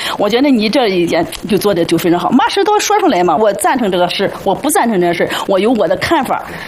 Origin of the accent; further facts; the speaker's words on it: Tianjin, China; 这可能是缘分吧。我来自天津，